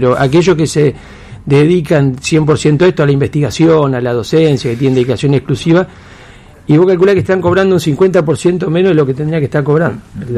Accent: Santa Fe, Argentina; Muchos de los que vivimos en Santa Fe

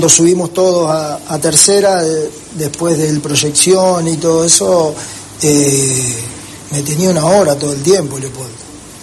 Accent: Coronda, Santa Fe, Argentina; yo jugaba en Coronda

